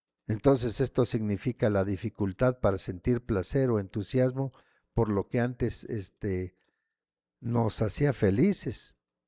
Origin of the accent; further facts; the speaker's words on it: San Juan Yucuita, Oaxaca, Mexico; que me están escuchando en San Juan Yucuita. Muchísimas gracias, San Juan Yucuita. No considero, es mi tierra. Es mi tierra, es la tierra de mi mamá, es la tierra de mi papá, es el lugar donde ellos nacieron.